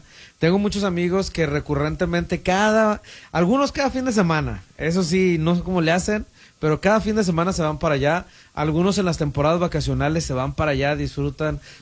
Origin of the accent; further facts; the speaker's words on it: Guanajuato, Mexico; moved away; Que yo soy de más al sur, yo soy de Guanajuato.